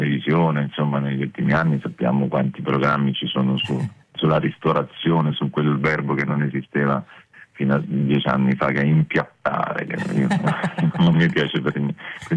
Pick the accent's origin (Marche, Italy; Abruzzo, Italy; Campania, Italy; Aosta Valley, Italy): Marche, Italy; Poi appunto vengo dalle Marche, che come poi tutte le regioni d'Italia hanno particolarità e ricchezze gastronomiche, però insomma nelle Marche abbiamo ovviamente dei piatti che sono nati e cresciuti lì